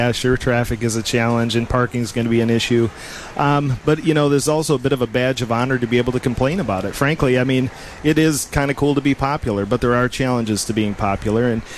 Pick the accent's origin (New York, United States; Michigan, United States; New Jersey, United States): Michigan, United States; Traverse City; I grew up in Traverse City, went to Oak Park Elementary School